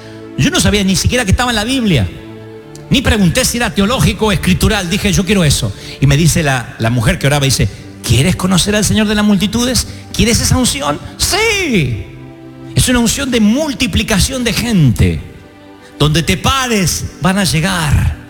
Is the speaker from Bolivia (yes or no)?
no; Argentina; Quien no me conoce y que sabe que soy argentino